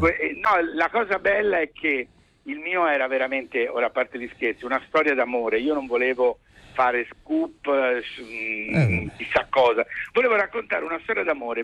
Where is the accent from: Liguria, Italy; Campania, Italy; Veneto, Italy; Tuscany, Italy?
Tuscany, Italy; Florence; Io sono di Firenze.